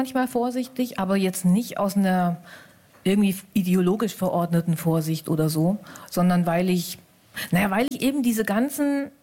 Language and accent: German; West Germany, Germany; nicht nur für mich als Westdeutsche